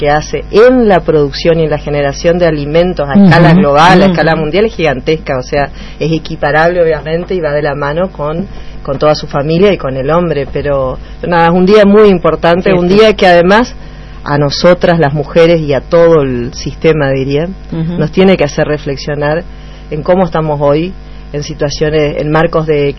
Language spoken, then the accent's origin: Spanish; Sausalito, Chaco, Argentina; Así como con orgullo me considero norteña, como digo, y de Sausalito, del Impenetrable.